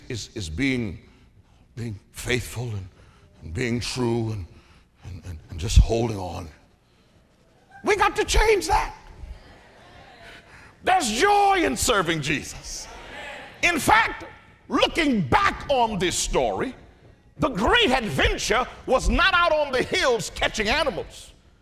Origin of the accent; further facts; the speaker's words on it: Mobile, Alabama, United States; I'm from Mobile, Alabama. We are surrounded by water. So water is second nature to me.